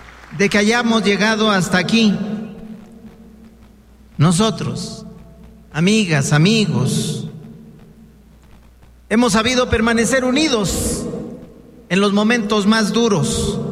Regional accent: Zacatecas, Mexico; de allá, de donde yo vengo, del campo zacatecano, la gente no se sabe rajar

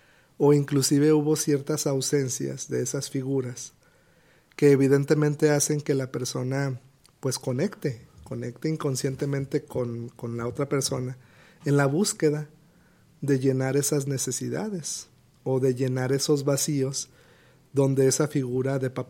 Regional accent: Mexico; Ya somos mexicanos

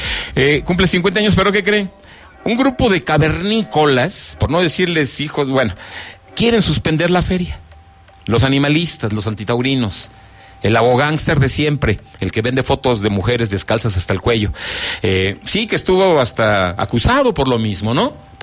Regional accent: Zacatecas, Mexico; bienvenidas a mi tierra Zacatecas.

